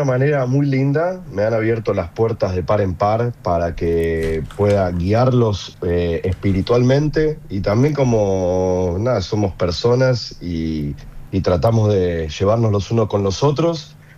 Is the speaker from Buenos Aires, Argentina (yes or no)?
yes; Buenos Aires, Argentina; moved away as an adult; also born or lived in Santa Fe / San Juan; now in Córdoba, Argentina; nací en Santa Fe, me crié en Buenos Aires, viví 6 años en San Juan y bueno, y ahora estoy viviendo acá en Córdoba